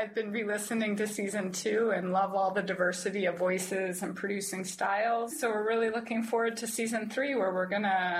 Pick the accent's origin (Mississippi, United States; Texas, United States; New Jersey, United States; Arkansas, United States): New Jersey, United States; I grew up in New Jersey